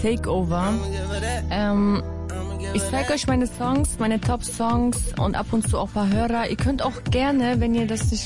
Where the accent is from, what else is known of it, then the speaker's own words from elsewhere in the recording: Solingen, North Rhine-Westphalia, Germany; moved away; Ich habe in Solingen gewohnt. Ich bin da ja mäßig aufgewachsen.